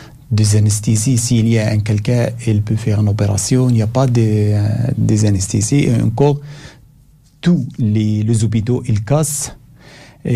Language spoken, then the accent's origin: French; Gaza Strip, Palestine; moved away as an adult; now in Belgium; je suis palestinien, je suis venu de Gaza, mes enfants jusqu'à maintenant à Gaza.